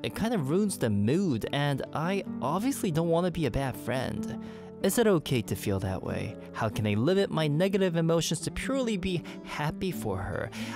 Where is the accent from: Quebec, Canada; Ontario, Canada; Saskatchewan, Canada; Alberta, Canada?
Quebec, Canada; Montreal; now in South Korea; So I was raised in Montreal